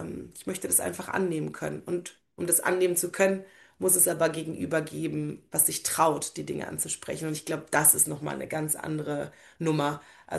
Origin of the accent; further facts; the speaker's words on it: Berlin, Germany; moved away as an adult; now in Leipzig, Germany; ich komme aus Berlin. Brandenburg ist um uns herum.